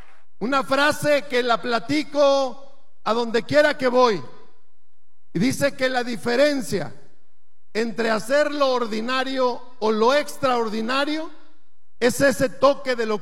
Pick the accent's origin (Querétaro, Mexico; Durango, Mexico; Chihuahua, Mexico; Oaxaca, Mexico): Durango, Mexico; somos duranguenses de una sola pieza